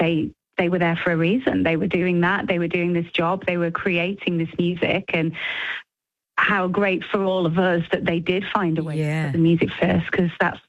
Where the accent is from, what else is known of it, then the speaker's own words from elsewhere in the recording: United Kingdom; obviously for me as a Brit, we have this very much a sort of stiff upper lip